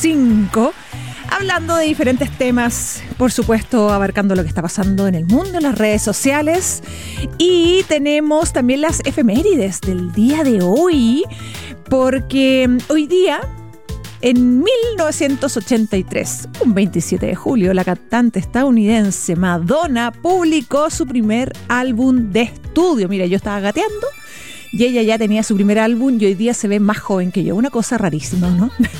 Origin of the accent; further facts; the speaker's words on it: Chile; somos tan originales los chilenos.